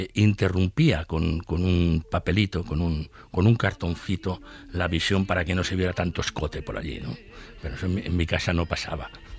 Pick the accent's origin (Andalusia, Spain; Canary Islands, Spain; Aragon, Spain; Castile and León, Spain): Aragon, Spain; aunque éramos provincia de Huesca, mi pueblo está a 50 kilómetros de Barcelona y a 110 de Huesca